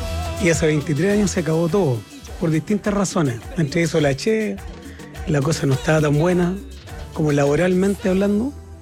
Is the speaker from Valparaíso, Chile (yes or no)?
yes; Valparaíso, Chile; Yo soy de Valparaíso.